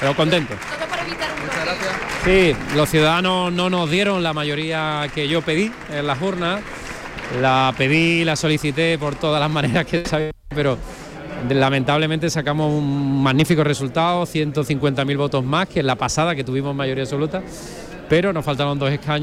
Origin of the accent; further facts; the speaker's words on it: Andalusia, Spain; por responsabilidad hacia mi tierra, hacia Andalucía, hacia los andaluces